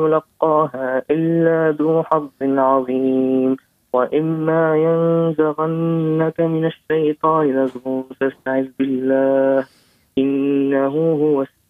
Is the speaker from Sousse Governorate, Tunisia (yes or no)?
yes; Sousse, Sousse Governorate, Tunisia